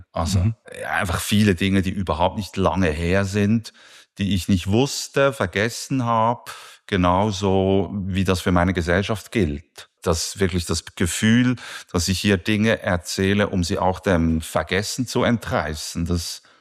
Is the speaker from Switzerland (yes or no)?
yes; Spiez, Bern, Switzerland; Ich hatte gerade letzten Sonntag hatte ich die Gelegenheit, meine Heimat kurz zu durchfahren, durch die Spiezer Bucht zu fahren. Und dort sieht man die Viertausender des Berner Oberlandes